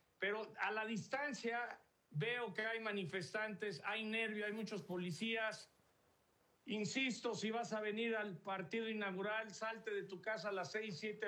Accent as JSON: {"language": "Spanish", "country": "Mexico", "said": "como mexicano me parte el alma que la prensa internacional vea todo eso."}